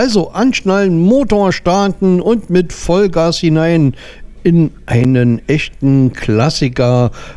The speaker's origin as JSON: {"language": "German", "region": "Berlin", "country": "Germany", "lives_now": "Hesse, Germany", "said": "Ich bin ja Berliner in Hessen."}